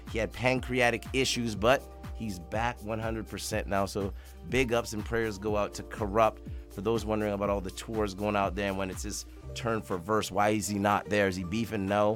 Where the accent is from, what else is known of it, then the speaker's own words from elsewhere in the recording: Montreal, Quebec, Canada; moved away; very specifically in Montreal, my hometown.